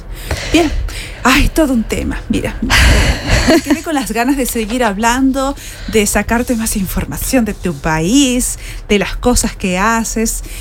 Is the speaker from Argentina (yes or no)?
yes; Argentina